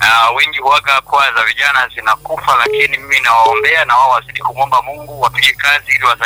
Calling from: Tabora, Tanzania; ninatokea Tabora mjini hapa.

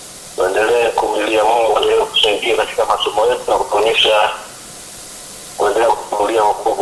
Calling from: Tabora, Tanzania; Natokea Tabora, manispaa.

